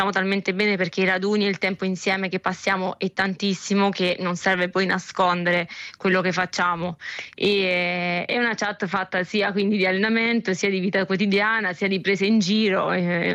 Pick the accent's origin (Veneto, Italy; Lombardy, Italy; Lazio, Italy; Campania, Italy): Lazio, Italy; Ostia; E l'Italia, io sono di Ostia, e diciamo che quale umidità e caldo ci sta avvolgendo